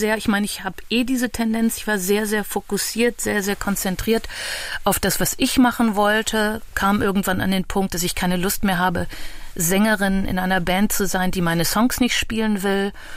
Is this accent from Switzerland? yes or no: no; Portugal; ich bin in Portugal aufgewachsen, das wirkt immer gleich schon so ein bisschen so, wo kommt die her